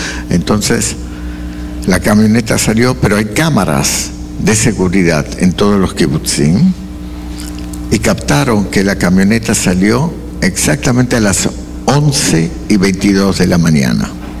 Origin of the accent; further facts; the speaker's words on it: Argentina; moved away; Yo soy argentino.